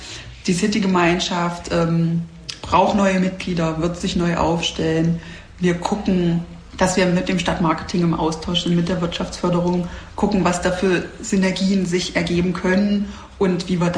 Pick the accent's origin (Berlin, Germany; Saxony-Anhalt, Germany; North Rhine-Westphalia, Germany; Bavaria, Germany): Saxony-Anhalt, Germany; Halle; Auch am Riebeckplatz ist es einfach jetzt auch kein so schöner Ort als Hallenser.